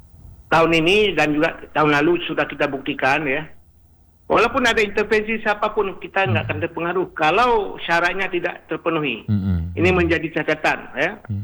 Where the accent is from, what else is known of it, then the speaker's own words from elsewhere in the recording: Banda Aceh, Aceh, Indonesia; tahun yang lalu, itu kampung saya misalnya.